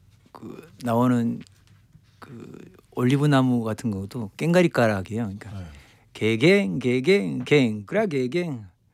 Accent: Hamyang, South Gyeongsang, South Korea; accent: Hamyang dialect; 그 함양의 사투리가 이제 그 아이가 뭐 이런 제 고향이 함양인데.

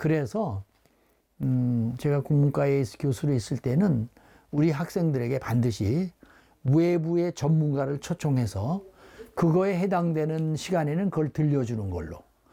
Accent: Sokcho, Gangwon, South Korea; born there; also born or lived in North Korea; 1950년에 이제 전쟁이 일어나는 바람에 월남을 해서 강원도 속초에 가서 어린 시절에 성장을 했어요.

